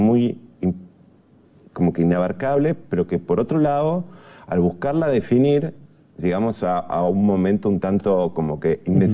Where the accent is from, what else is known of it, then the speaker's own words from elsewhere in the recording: Uruguay; also born or lived in Poland; now in Madrid, Spain; viviendo en Madrid, con Uruguay, con cada cosa que toco aquí, yo es como me siento que un absoluto uruguayo, también me siento muy madrileño, ya vivo hace 27 años